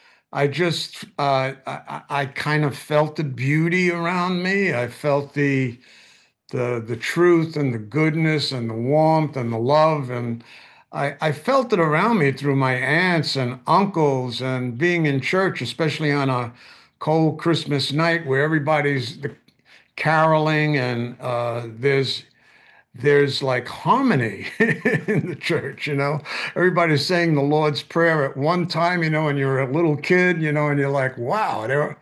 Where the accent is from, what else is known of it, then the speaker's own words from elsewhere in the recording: New York City, New York, United States; I grew up in the Bronx.